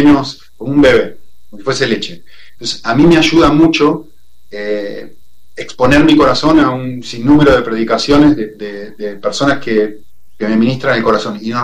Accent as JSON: {"language": "Spanish", "country": "Argentina", "said": "me voy con mi mate, porque soy argentino"}